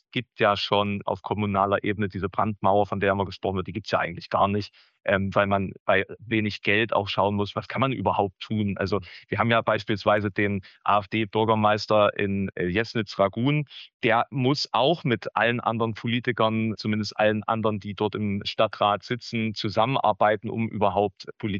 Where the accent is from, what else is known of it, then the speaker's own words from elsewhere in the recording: Halle, Saxony-Anhalt, Germany; born there; Da frage ich mich als Hallenser natürlich